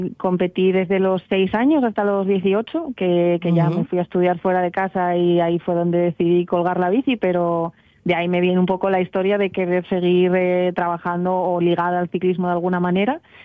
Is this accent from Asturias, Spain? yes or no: yes; Asturias, Spain; vengo de Asturias y yo quiero ser periodista deportiva de ciclismo en Eurosport.